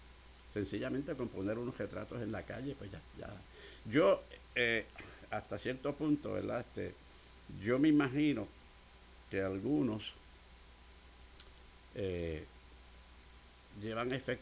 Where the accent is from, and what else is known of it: Puerto Rico; born or raised there